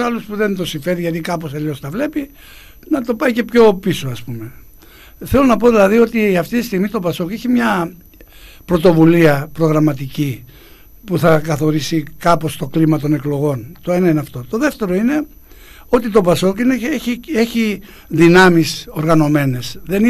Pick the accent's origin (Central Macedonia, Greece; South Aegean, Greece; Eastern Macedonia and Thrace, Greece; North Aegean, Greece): South Aegean, Greece; Kos; Η Κόσα, ας πούμε, που είμαι το νησί μου